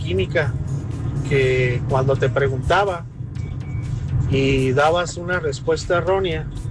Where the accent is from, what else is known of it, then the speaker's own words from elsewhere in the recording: Ensenada, Baja California, Mexico; moved away as an adult; now in San Diego, United States; soy de Ensenada. Y acá andamos en San Diego. Viviendo, pero pues yo hice la prepa en Ensenada, en el Cebatis.